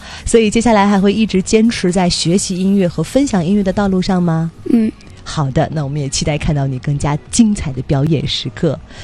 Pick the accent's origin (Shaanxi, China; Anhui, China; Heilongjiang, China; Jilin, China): Jilin, China